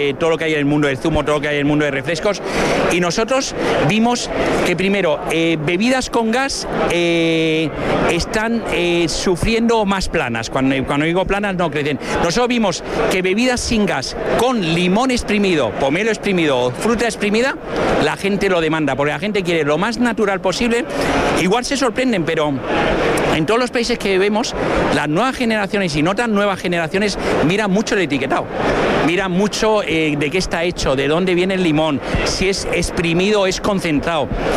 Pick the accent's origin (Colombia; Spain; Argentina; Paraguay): Spain; Region of Murcia; yo soy murciano